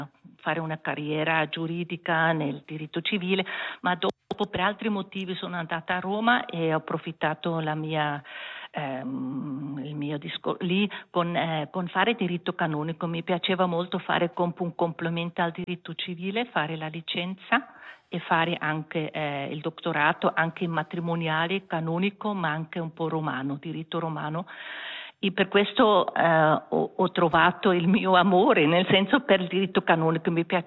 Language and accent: Italian; German-speaking Switzerland, Switzerland; sono svizzera tedesca